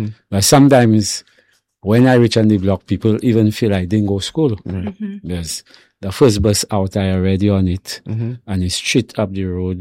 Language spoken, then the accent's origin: English; Castries, St. Lucia; also born or lived in Marchand; But basically it was Conway and Leslie, and that's where I really grew up, and Marsha by extension.